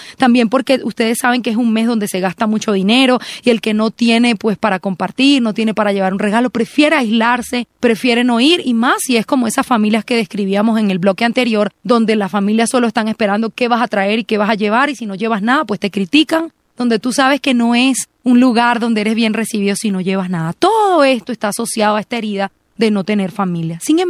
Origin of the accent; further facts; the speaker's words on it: Venezuela; now in Colombia; yo soy venezolana